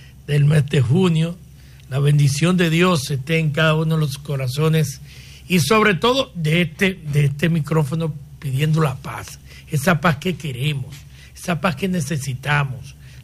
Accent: Dominican Republic; yo tengo derecho como dominicano.

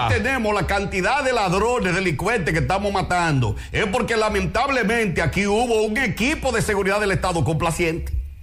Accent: Santiago, Dominican Republic; Canca la Reina, por poner un ejemplo, que es la zona de donde vengo

